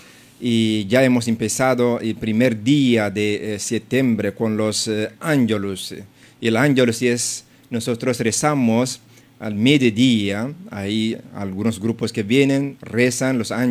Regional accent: Eritrea; now in Ecuador; Vengo de Eritrea, Eritrea, de Norte África.

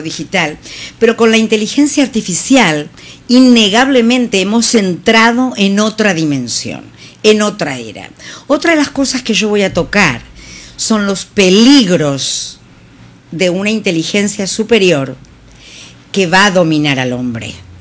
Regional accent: Argentina; En mi país, en Argentina

